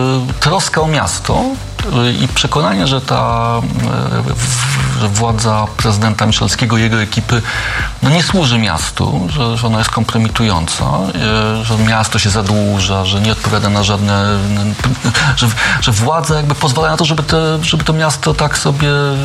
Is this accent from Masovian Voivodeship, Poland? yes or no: no; Kraków, Lesser Poland, Poland; Nie z południa, z Krakowa. Jestem z Pufcia Zwierzynieckiego, z Krakowa, no jasne.